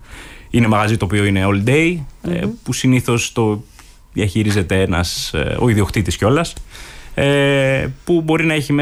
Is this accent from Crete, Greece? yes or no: yes; Crete, Greece; Και επειδή γενικώς μεγάλωσα στην Κρήτη, έχω ιδιαίτερη αγάπη προφανώς για το τόπο